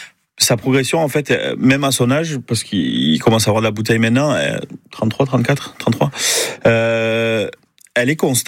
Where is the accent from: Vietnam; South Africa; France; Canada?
France; parce qu'on est français et qu'on voulait voir ce choc de titan